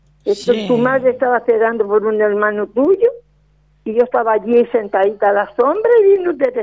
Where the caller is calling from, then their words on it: San Lorenzo, Canary Islands, Spain; No, estoy en San Lorenzo.